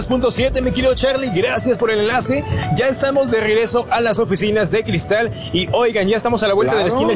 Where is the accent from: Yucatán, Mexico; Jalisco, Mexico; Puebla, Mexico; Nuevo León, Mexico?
Puebla, Mexico; now in Mexico City, Mexico; mi ranchito, de mi tierra, de mi bello estado, de mi bella ciudad, Pueblita la Bella